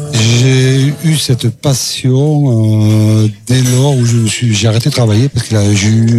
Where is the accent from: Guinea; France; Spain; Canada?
France; Nérac, Nouvelle-Aquitaine; Je suis de Nérac.